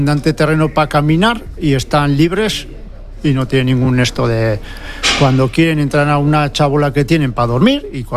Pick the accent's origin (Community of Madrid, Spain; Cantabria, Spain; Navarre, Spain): Navarre, Spain; Errazkin/Larraun valley; soy de aquí, soy de un pueblo de Alau, de Charri-Larraun, aunque actualmente vivo en Lecumberri, desde que me casé hace ya 25 años que hago este año, pero bueno, soy de aquí, del mismo valle, y he vivido toda la vida en este valle